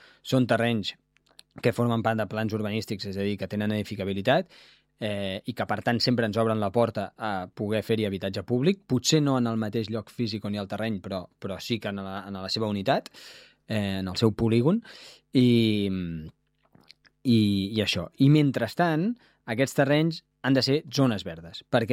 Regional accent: Catalonia, Spain

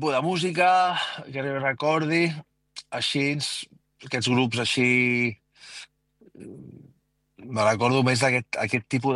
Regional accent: Barcelona, Catalonia, Spain; born there; also born or lived in Andorra; jo soc de la Barceloneta, tota la vida

